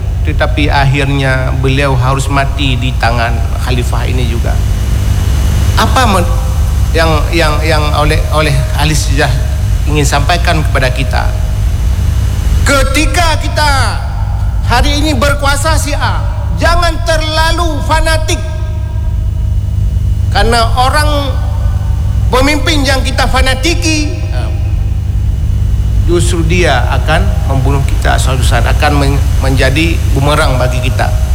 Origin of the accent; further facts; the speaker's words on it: Aceh, Indonesia; jadi syukur kita orang Aceh ini banyak darah-darah pejuang yang datang dari Kabul, dari Persia